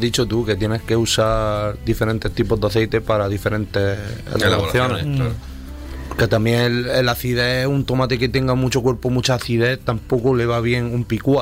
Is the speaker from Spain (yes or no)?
yes; Andalusia, Spain; en Madrid Fusión las mermeladas del Oruso, que están en Sabores de Almería y está justo al lado de mi pueblo